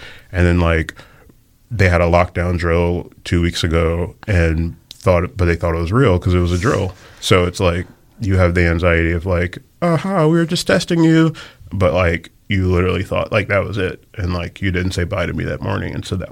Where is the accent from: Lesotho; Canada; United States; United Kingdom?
United States; the Carolinas; I'm black, my wife's white. We're both from the Carolinas.